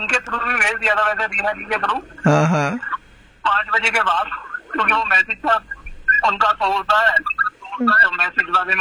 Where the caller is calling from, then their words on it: Moradabad, Uttar Pradesh, India; आज की डेट में सबसे बेस्ट प्लेस लगता है मेरा नया मकान, नया मुरादाबाद